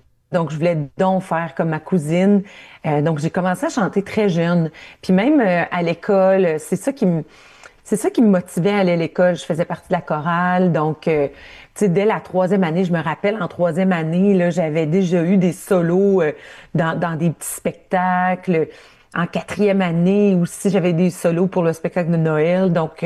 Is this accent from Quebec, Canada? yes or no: no; Ontario, Canada; Moi, je viens de l'Ontario, je viens de l'Ontario francophone, encore pire